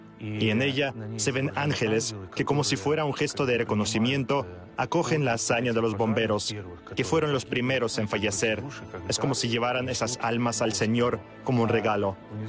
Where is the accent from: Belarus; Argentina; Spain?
Belarus; Nosotros los bielorrusos